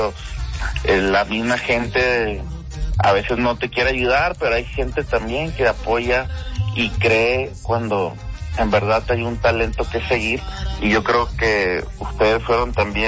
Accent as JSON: {"language": "Spanish", "town": "Juárez", "region": "Chihuahua", "country": "Mexico", "tie": "born or raised there", "said": "Yo soy un niño que crecí en Juárez, y sin de la nada, sin nada"}